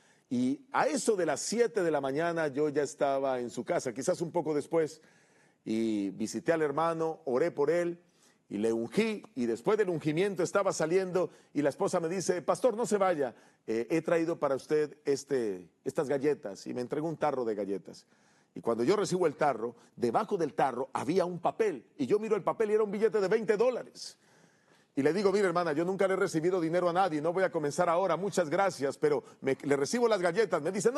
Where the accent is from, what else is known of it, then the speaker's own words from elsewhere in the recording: Colombia; en mi país, Colombia